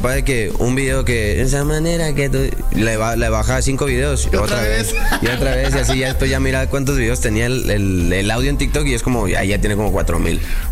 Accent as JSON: {"language": "Spanish", "town": "Puerto Peñasco", "region": "Sonora", "country": "Mexico", "said": "Yo soy de Sonora, o sea, de Puerto Peñasco."}